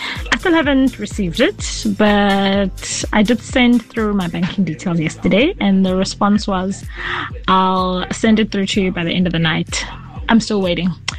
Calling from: Durban, KwaZulu-Natal, South Africa; I'm from the Bluff.

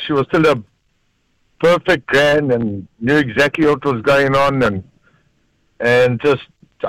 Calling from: Pietermaritzburg, KwaZulu-Natal, South Africa; Maritzburg.

